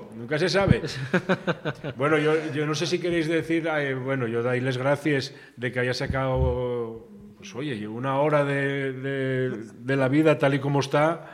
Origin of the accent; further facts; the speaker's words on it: Valladolid, Castile and León, Spain; Oye, que soy de Valladolid.